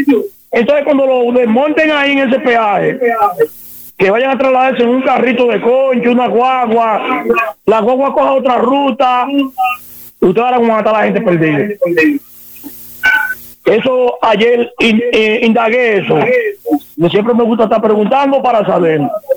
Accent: Baní, Peravia, Dominican Republic; porque lo que somos de aquí de Baní, esta misma calle, la Gastón Fernando del INE, está pinchada

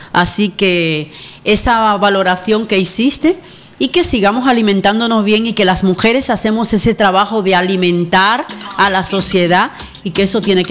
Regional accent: Baní, Peravia, Dominican Republic; moved away as an adult; now in Spain; Y yo como trabajadora de hogar, como dominicana, como mujer

